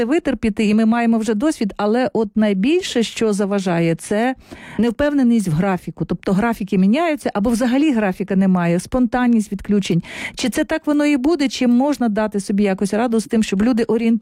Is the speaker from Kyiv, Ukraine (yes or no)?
yes; Kyiv, Ukraine; киянка, да.